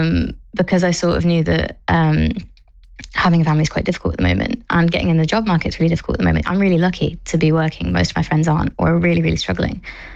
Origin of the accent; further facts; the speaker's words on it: East Midlands, United Kingdom; now in London, United Kingdom; I'm from Lincolnshire. It's a very different environment out there.